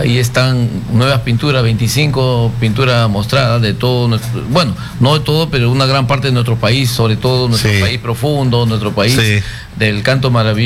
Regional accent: Peru; me siento parte del Ande sin serlo, pero soy peruano. y amo mi país.

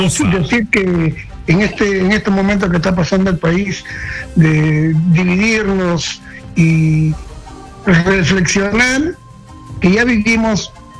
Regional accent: Peru; Entonces queremos nosotros como peruanos unirnos y ver cómo podemos salir de esto adelante.

